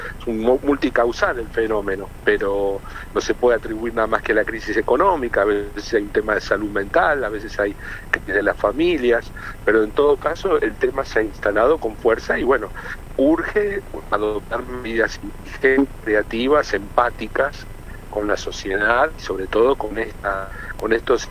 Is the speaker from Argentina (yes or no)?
yes; Buenos Aires, Argentina; now in Mendoza, Argentina; No, bueno, yo, si soy bien, soy originario del AMBA, estoy en Mendoza, ¿no?